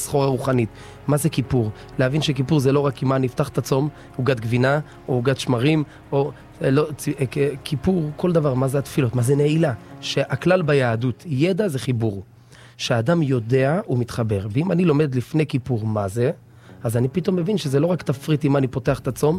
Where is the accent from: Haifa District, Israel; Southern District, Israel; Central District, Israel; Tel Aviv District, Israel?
Southern District, Israel; Beersheba; אני יליד מערב שבע, 32 שנה בשכונה, הורים שלי 34, דור שלישי